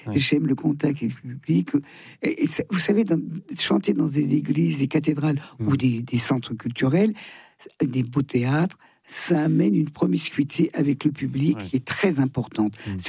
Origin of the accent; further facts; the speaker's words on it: Thonon-les-Bains, Auvergne-Rhône-Alpes, France; Je vais être à Thonon-les-Bains, ma ville natale.